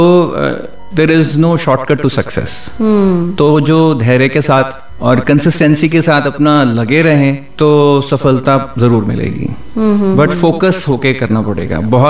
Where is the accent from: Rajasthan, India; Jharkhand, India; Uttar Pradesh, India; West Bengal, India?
Uttar Pradesh, India; Kanpur; moved away as an adult; also born or lived in Delhi / Ahmedabad, Gujarat / Lucknow; now in Belagavi, India; मेरा जन्म यूपी उत्तर प्रदेश में हुआ था और मेरी पढ़ाई 12th क्लास तक उत्तर प्रदेश में ही हुई है, कानपुर में।